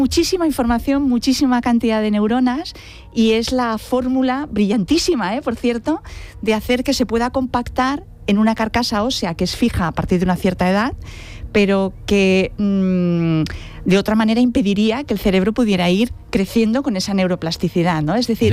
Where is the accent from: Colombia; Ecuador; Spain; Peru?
Spain; Barcelona, Catalonia; De Barcelona, de Barcelona.